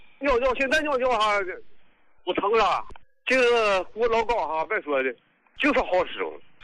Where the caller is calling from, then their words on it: Dalian, Liaoning, China; 我是大连的。